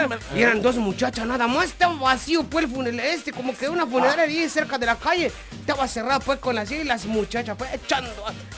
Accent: Chenalhó, Chiapas, Mexico; allá cerca de mi pueblo del Chenalo.

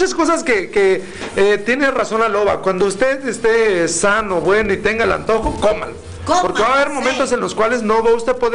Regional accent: Mexico

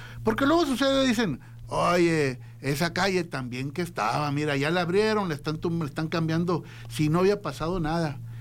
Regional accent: Navojoa, Sonora, Mexico; Yo he visto casos, por ejemplo, donde voy más o menos seguido, es a mi tierra, a Navojoa, donde puedo.

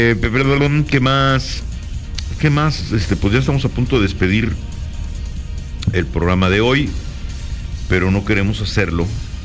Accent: Mexico; Somos mexicanos.

